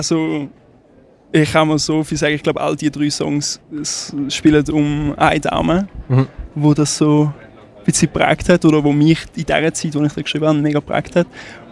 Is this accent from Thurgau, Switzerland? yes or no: yes; Thurgau, Switzerland; now in Schaffhausen, Switzerland; Also ich komme, jetzt bin ich gerade wohnhaft in Schaffhausen. Ja. Aber aufgewachsen bin ich im Thurgau.